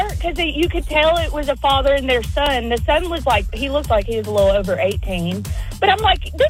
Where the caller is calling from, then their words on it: the South, United States; we're from the South.